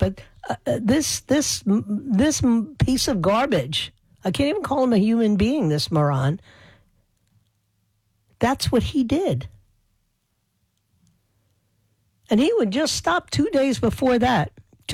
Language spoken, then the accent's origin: English; New York, United States; my hometown, the biggest city in America